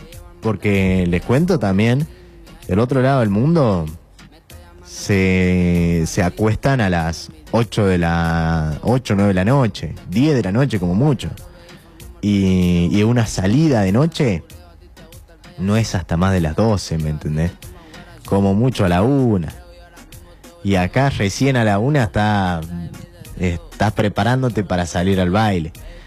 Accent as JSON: {"language": "Spanish", "country": "Argentina", "said": "Y bueno, par de cositas que nos pasan como argentinos también, ¿no?"}